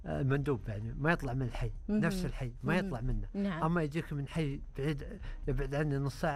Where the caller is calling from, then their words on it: Saudi Arabia; أنا سعودي